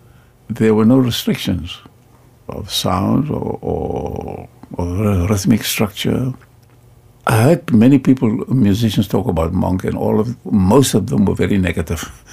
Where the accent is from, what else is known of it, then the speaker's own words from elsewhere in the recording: South Africa; I'm from South Africa and I'm a pianist